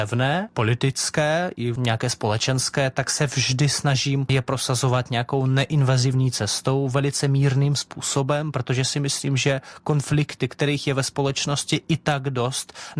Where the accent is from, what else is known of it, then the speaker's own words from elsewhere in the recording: Russia; Czech is a second language; now in Czech Republic; že já Čech nejsem, že já mám nějaké pozadí, které je odlišné a tam zároveň otevřeně píšu, že vlastně pocházím z Ruska.